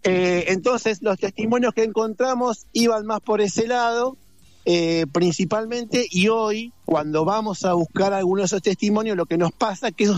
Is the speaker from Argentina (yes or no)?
yes; Bahía Blanca, Buenos Aires Province, Argentina; born there; Yo nací en Bahía Blanca y para ir al mar tengo que irme acá 1 hora o a Pehuenco o a Montehermoso, a pesar de que vivo a 20 cuadras del mar.